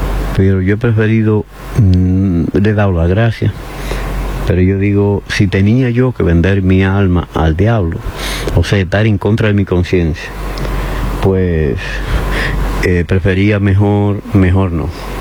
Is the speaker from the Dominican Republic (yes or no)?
yes; Dominican Republic; now in Madrid, Spain; soy dominicano y no estoy en ese lío.